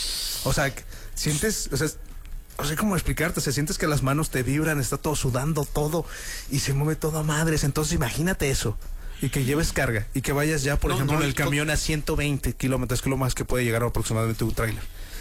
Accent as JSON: {"language": "Spanish", "town": "Villa de Reyes", "region": "San Luis Potosí", "country": "Mexico"}